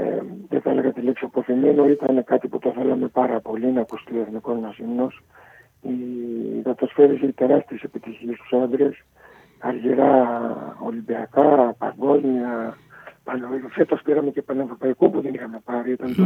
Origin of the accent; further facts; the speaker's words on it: Patras, Western Greece, Greece; είμαστε από την Πάτρα για την καταγωγή